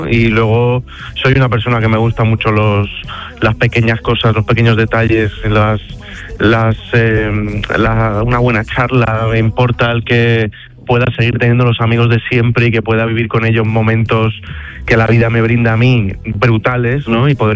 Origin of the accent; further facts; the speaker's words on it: Seville, Andalusia, Spain; now in Fuengirola, Spain; mañana a Fuengirola, que es mi casa, que tengo mucha ganas de volver a mi tierra, de volver a Sevilla